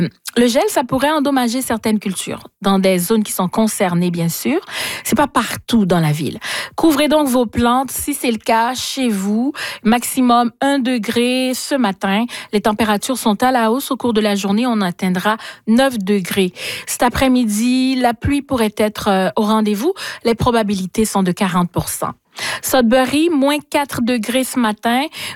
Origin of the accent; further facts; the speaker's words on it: Haiti; moved away; j'ai grandi en Haïti